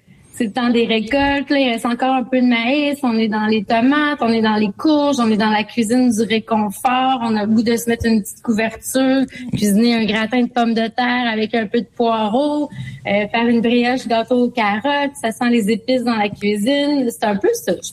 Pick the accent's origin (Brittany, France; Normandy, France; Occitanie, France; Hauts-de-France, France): Hauts-de-France, France; Lille; J'ai grandi à Lille. Oui, entouré de champs de fraises, mais entouré d'un grand jardin.